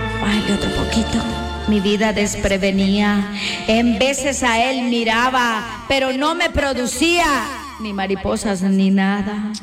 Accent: Santander, Colombia; born there; Yo no nací ahí, yo nací en García Rovira

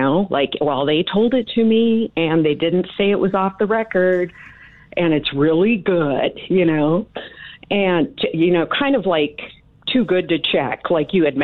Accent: North Dakota, United States; I'm from Western North Dakota. I am a farm kid.

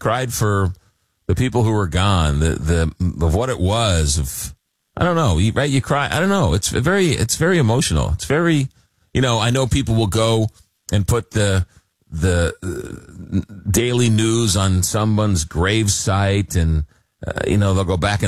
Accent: Long Island, New York, United States; born or raised there

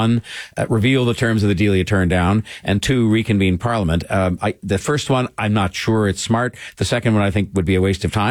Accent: Canada; I'm a Canadian and you are, and we're maybe sort of biased in terms of what we read and how much we read.

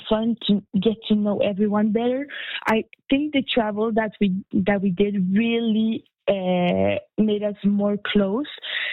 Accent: Sherbrooke, Quebec, Canada; also born or lived in Montreal; and I'm from Sherbrooke, so a little hometown

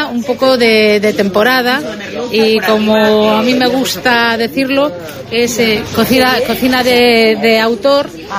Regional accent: Ourense, Galicia, Spain

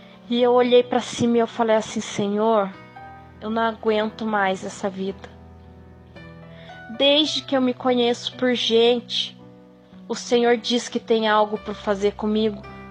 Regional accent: São Paulo, Brazil

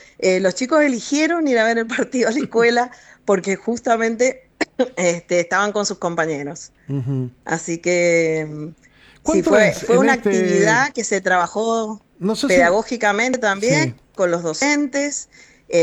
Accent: Guaymallén, Mendoza, Argentina; no soy de La Valle. soy directora de Guaymallén y trabajo acá.

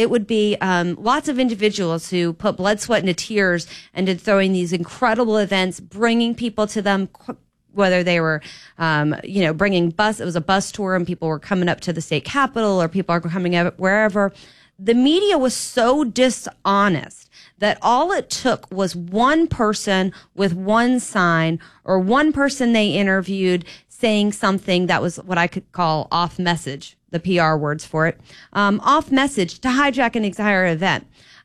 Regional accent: Florida, United States; at that time I had a condo in Palm Beach County and Florida. I was living in Florida. I'm from Florida.

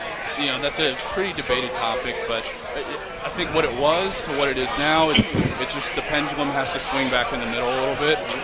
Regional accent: the South, United States; Man, growing up in the South, I didn't grow up a Notre Dame fan.

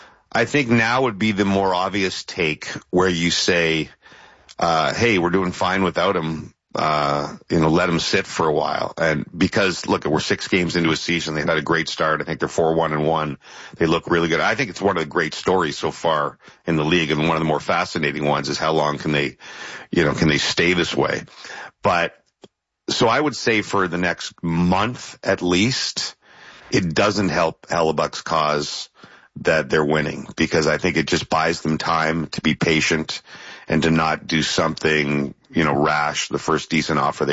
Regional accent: Ottawa, Ontario, Canada; born there; moved away as an adult; I went as a little kid till I moved away from Ottawa.

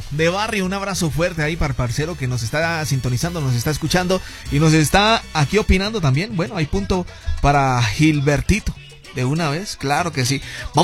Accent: Mexico; vamos a ser buenos anfitriones como mexicanos, ¿no? Como mexicanos que somos, vamos a ser buenos anfitriones.

